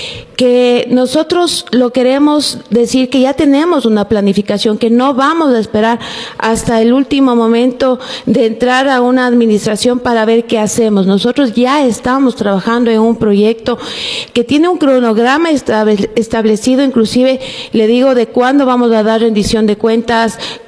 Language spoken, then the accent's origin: Spanish; Ambato, Tungurahua, Ecuador; con todos quienes somos la gente de Ambato, quienes más nos necesitan, que son la gente del día a día